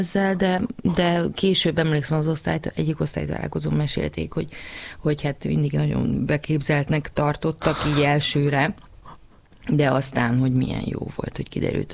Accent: Transylvania, Romania; born or raised there; moved away

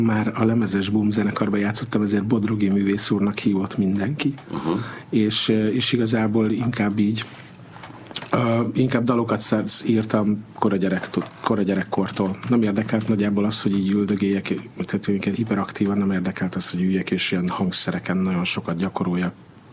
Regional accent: Budaörs, Pest, Hungary; Hát nem tudom, én Budaörsi vagyok, úgyhogy ezt végig, ennek az elejét viszonylag végignéztem.

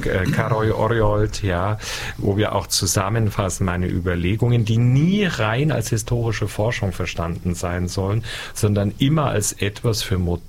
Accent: Garmisch-Partenkirchen, Bavaria, Germany; Ich bin ja ein Wessi, nicht? Ich komme also direkt aus den Bergen, aus Garmisch-Partenkirchen, ein Bergmensch

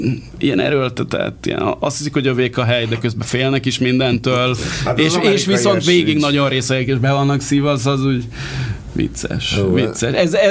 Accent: Hungary; hogy mi az, hogy magyar. Én a ilyen helyieknek inkább azt hazudtam, hogy spanyol vagyok, mert azt akkor tudták, hogy mi.

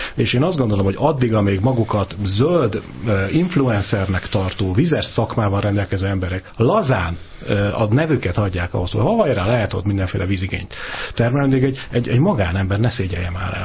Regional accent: Pécs, Baranya, Hungary; én pécsi vagyok

